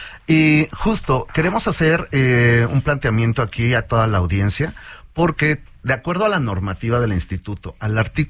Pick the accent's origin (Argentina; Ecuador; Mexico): Mexico; lo primero que vemos es que como mexicanos no tenemos cultura financiera.